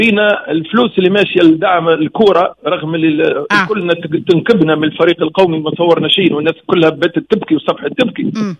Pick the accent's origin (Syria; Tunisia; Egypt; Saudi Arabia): Tunisia; قداش احنا شعب طيب، قديش التوانسة الطيبين،